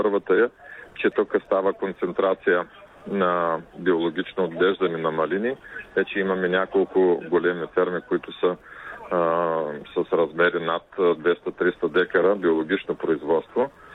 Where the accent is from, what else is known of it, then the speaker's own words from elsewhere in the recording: Troyan, Lovech Province, Bulgaria; защото моя роден град е град Троян.